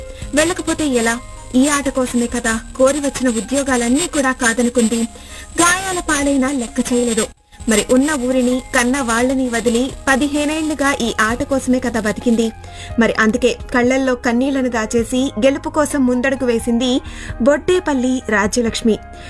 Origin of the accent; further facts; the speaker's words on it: Pedda Krishnapuram, Andhra Pradesh, India; నేను కూడా అదే శ్రీకాకుళం జిల్లా ఆముదాల వలస మండలం నుంచి వచ్చాను. ఆమెనే స్ఫూర్తిగా తీసుకున్నాను. మా ఊరు పెద్ద కృష్ణాపురం.